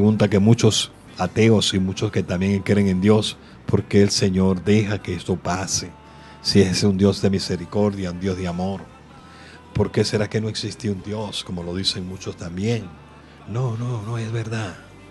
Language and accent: Spanish; Venezuela; en todo mi pueblo, en toda mi hermosa patria venezolana